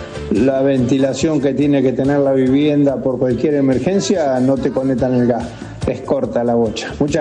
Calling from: Lincoln, Buenos Aires Province, Argentina; de Lincoln. Acá en la ciudad de Lincoln

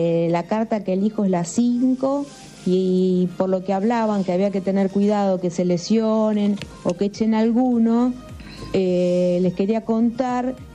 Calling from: Buenos Aires, Argentina; de Parque Chas

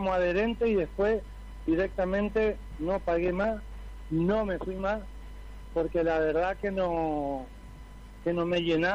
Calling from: Colonia Benítez, Chaco, Argentina; yo soy de Colonia Benítez.

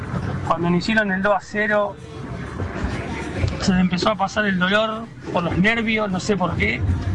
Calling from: La Plata, Buenos Aires Province, Argentina; de La Plata.

